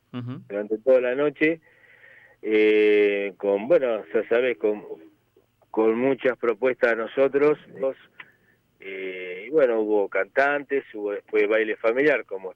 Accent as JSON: {"language": "Spanish", "country": "Argentina", "tie": "born there", "moved": "yes", "said": "yo también nací en el barrio Roca, yo nací donde hoy es Vía Pasa el Chivo"}